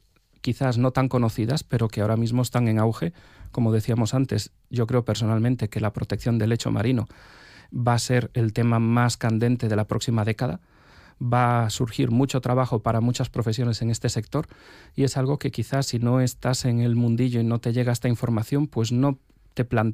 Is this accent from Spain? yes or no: yes; Lugo, Galicia, Spain; moved away as an adult; Yo me crié en Lugo, estudié aquí